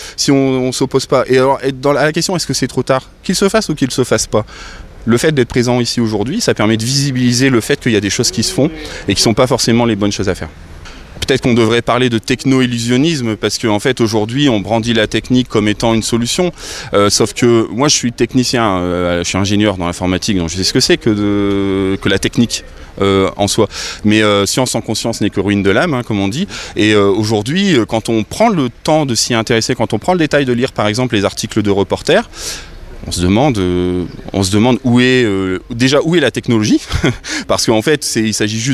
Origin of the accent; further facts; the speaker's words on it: Oisy-le-Verger, Hauts-de-France, France; je suis né à Douai, mais j'ai fait de 6 ans à 22 ans à Oisy-le-Verger, j'ai habité ici, donc je connais bien, c'est ma coin, comme on dit.